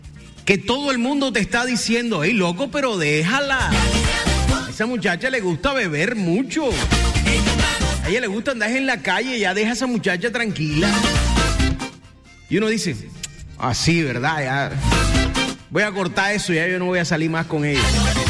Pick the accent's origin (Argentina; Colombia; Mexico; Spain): Colombia; Yo no soy venezolano, yo no soy chileno, yo no soy mexicano. Yo soy colombiano.